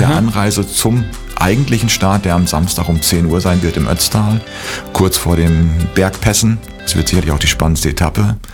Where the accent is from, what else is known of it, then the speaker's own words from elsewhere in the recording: Otterbach, Rhineland-Palatinate, Germany; ich komme aus Otterbach in der Nähe von Kaiserslautern.